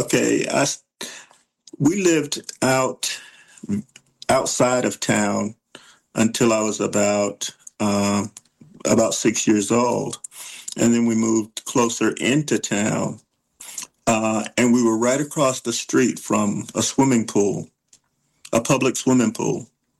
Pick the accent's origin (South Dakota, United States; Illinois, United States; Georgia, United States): Georgia, United States; But I grew up, I was born in 61.